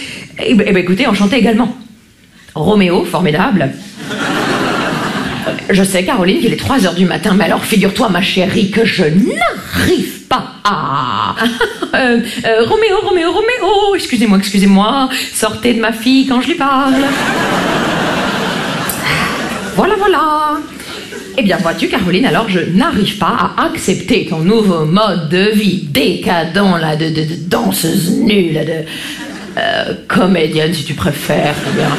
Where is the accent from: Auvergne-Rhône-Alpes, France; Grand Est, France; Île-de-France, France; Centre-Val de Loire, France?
Grand Est, France; Vous savez, moi, je viens des Vosges.